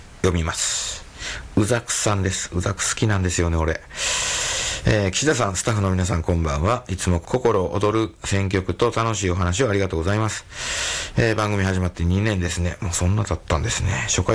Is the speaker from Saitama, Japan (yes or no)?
no; Kyoto, Japan; moved away as an adult; also born or lived in Tokyo; 私も京都で生まれて育って、で20何歳ぐらいだろう、23、4歳かなぐらい、3歳ぐらいかな、で東京に、